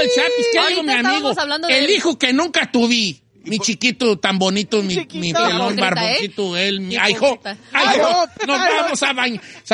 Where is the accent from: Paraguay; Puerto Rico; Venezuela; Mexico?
Mexico; Capulín, Michoacán; Soy de Capulín, Michoacán